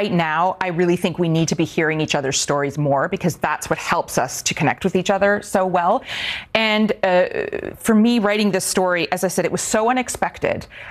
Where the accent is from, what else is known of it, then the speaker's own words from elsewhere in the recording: Canada; moved away as an adult; now in Iceland; I grew up in Canada